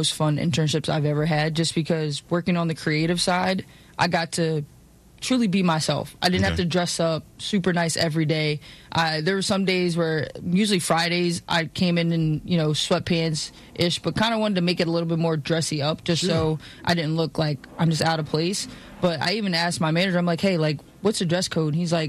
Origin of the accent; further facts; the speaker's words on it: Philadelphia, Pennsylvania, United States; We're from Philly.